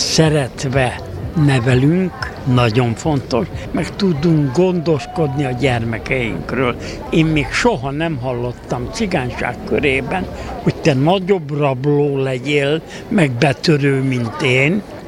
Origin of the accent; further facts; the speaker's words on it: Hungary; Rom ungró, cigány ember, cigány vagyok. Rom ungró, ez a magyar cigány, ezek közé tartozom én.